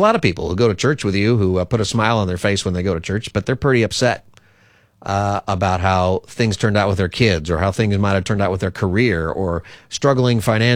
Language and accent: English; Palmdale, California, United States; Just in case there's an open house of that house I grew up in Palmdale, for example.